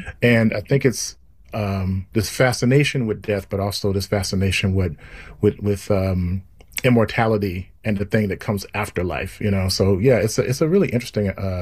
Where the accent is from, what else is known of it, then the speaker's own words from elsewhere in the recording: Mississippi, United States; I'm from Mississippi, and I grew up with the blues, and I grew up in those spaces and gyp joints and things of that nature